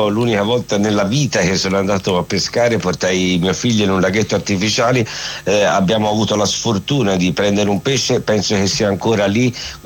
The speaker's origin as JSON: {"language": "Italian", "town": "Florence", "region": "Tuscany", "country": "Italy", "said": "io sono fiorentino, qui c'è l'ospedale pediatrico che si chiama Meyer, sì."}